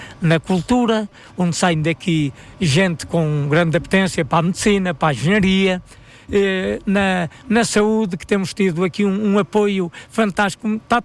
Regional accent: Lamego, Viseu, Portugal; born or raised there; now in Ferreirim, Portugal

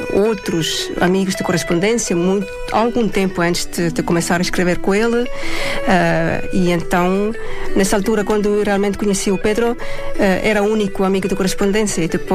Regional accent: Estonia; Portuguese is a second language; now in Portugal; Sim, porque eu também, tal coisa, eu ainda sou da Estónia, não é? Tenho algumas partes de cultura ainda muito fortes em mim, então gosto de ser uma pessoa muito prática.

